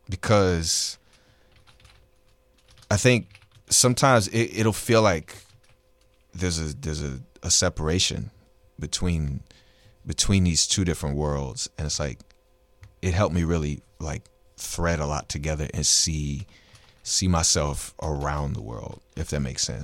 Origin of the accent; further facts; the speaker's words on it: New Orleans, Louisiana, United States; growing up between like the 8 and the 7 ward and like, you know, going to the East.